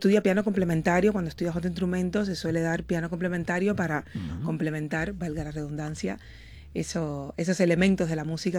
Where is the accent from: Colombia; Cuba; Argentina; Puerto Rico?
Cuba; now in Spain; En España llevo 20 años. 20 años. Ya soy una cubañola oficial, en toda regla.